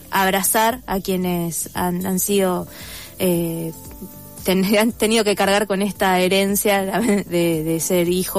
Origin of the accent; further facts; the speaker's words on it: Buenos Aires Province, Argentina; yo soy de provincia de Buenos Aires, en el conurbano también